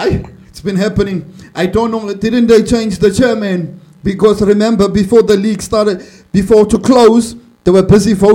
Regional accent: South Africa; today I'm a South African.

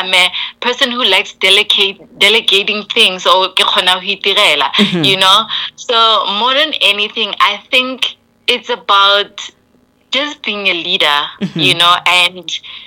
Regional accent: Rustenburg, North West, South Africa; born there; before becoming the founder of Neo Ente Media, is just the girl who is born from Kopukeng. Pukeng is a small town in Rustenburg.

